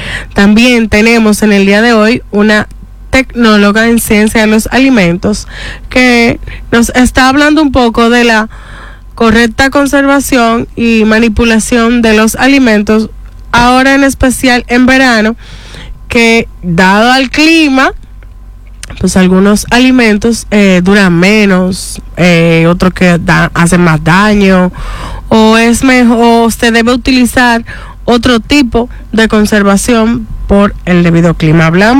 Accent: Dominican Republic

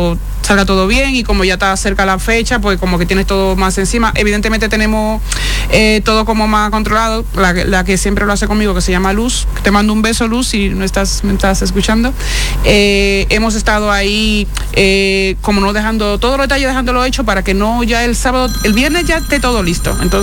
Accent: Dominican Republic; moved away

